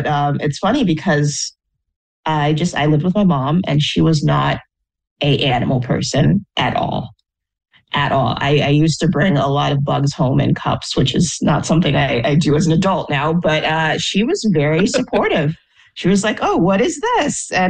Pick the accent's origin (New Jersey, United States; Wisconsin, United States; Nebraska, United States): Nebraska, United States; Omaha; So I'm from Omaha, Nebraska.